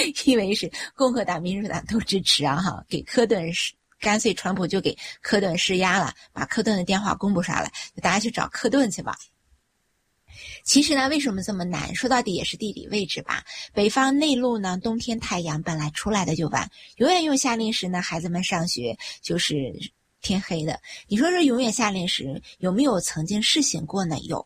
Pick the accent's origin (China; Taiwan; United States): United States; 咱们美国人是吵了几十年